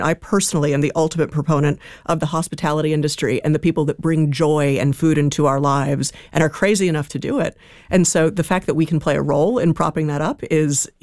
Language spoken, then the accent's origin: English; Italy; now in New Zealand; I grew up in Italy.